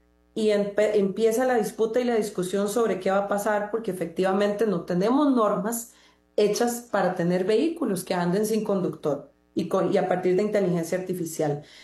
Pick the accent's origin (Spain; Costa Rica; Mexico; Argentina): Costa Rica; qué puedo hacer yo hoy como costarricense